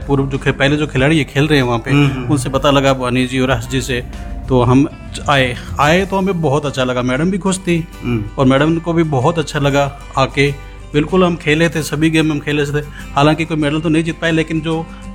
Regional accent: Sri Ganganagar district, Rajasthan, India; और मैं राजस्थान के श्री गंगानगर जिले का निवासी हूँ

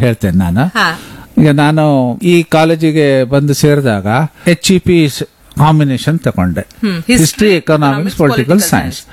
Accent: Kundapura, Karnataka, India; ನಮ್ಮ ಊರಿನವರೆಲ್ಲ ನಾವು ಕುಂದಾಪುರದವರು, ಬೈಂದೂರಿನವರು, ಬ್ರಹ್ಮಾವರದವರು.

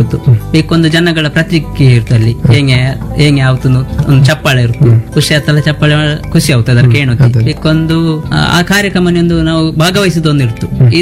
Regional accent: Karnataka, India

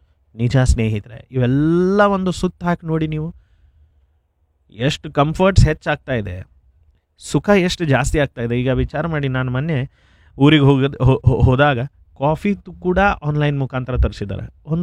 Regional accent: Kakati, Karnataka, India; born there

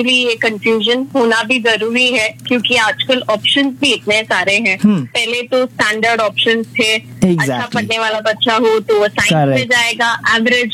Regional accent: Mumbai, Maharashtra, India; मैं अमची मुंबई से हूँ।

